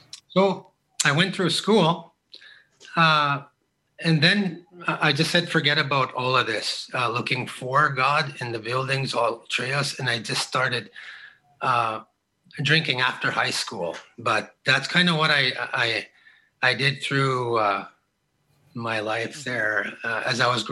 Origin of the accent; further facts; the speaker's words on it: Pinehouse, Saskatchewan, Canada; I've been born and raised in Pinehouse, a Métis settlement. I've been there most of my life. Went through school there